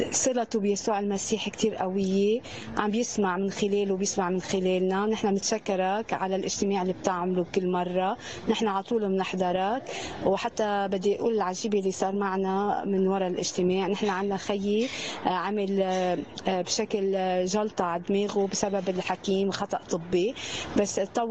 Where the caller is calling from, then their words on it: Beqaa, Lebanon; أنا مواطنة من البقاع، من لبنان،